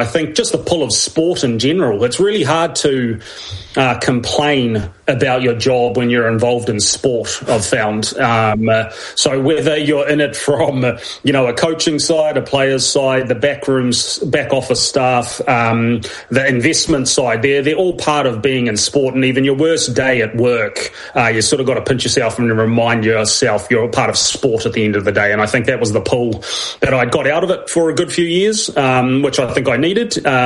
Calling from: Auckland, New Zealand; I am coming in from Auckland. Yep. Nighttime here. Winter's dawning on us.

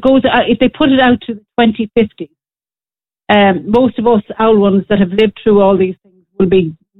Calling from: Ireland

